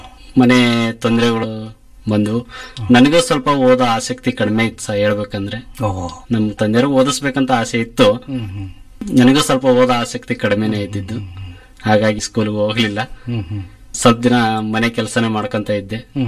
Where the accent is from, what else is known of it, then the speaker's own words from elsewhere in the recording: Jigadi, Karnataka, India; ನಮ್ಮ ಜಿಗಡಿ ಗ್ರಾಮದಲ್ಲಿ ಮಿಲೇವಿನೂರು ಸ್ವಲ್ಪ ಹತ್ರದಲ್ಲಿ ಸಿಟಿ ಇದ್ದಂಗಿದೆ, ಅಲ್ಲಿಂದನೂ ಸಹಿತ ನಮ್ಮ ಊರಿಗೆ ನಮ್ಮ ಹತ್ರ ಬರ್ತಿದ್ದಾವೆ.